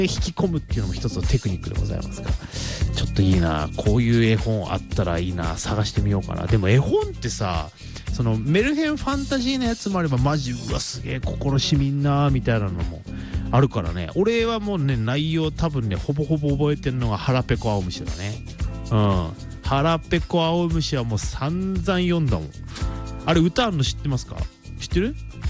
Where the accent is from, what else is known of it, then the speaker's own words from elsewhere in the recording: Ibaraki, Japan; accent: Ibaraki dialect; 俺だって茨城弁で紙芝居とかやんだから。